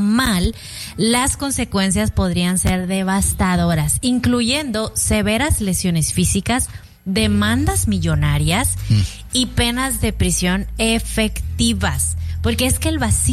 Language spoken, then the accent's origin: Spanish; Mexico; yo te lo digo como mexicana